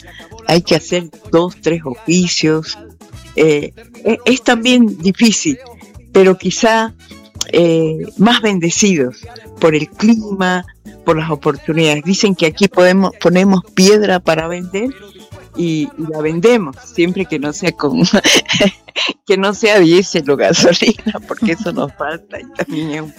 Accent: Santa Cruz de la Sierra, Santa Cruz, Bolivia; born there; esta tierra boliviana y en un pedacito de esta tierra que es Santa Cruz de la sierra, ¿no? Por eso soy cruceña, he nacido en esta tierra

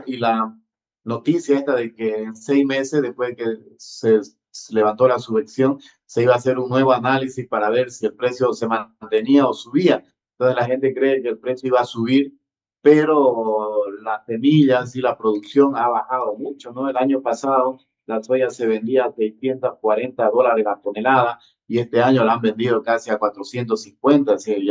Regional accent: Bolivia; nosotros aquí en Bolivia

